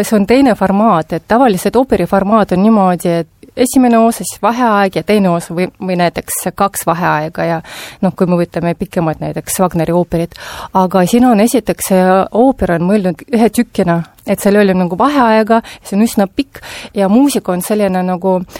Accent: Narva, Ida-Viru County, Estonia; born there; mina tahan, kuna ma olen sündinud Narvas, ma tahan, et Narvas oleks kultuur

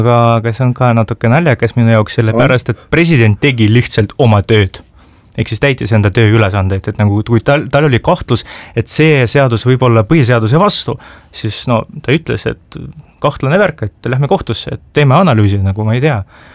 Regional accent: Ida-Viru County, Estonia; Kuna ma ise kasvasin Ida-Virumaal ja ma saan Ida-Virumaa inimestest hästi aru

